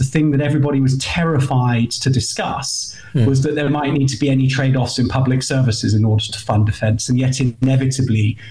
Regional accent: United Kingdom; And as a Brit, that's quite embarrassing.

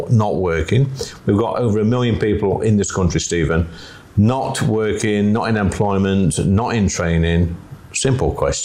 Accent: East Midlands, United Kingdom; in my neck of the woods, in Nottinghamshire, North Nottinghamshire, when we were growing up

